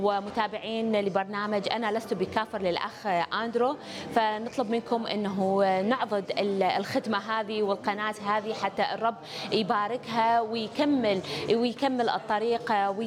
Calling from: Iraq; من العراق وأختي ريتا اثنيناتنا من العراق

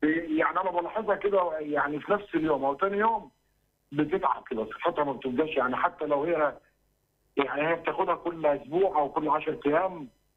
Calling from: Sohag, Sohag Governorate, Egypt; من سوهاج.

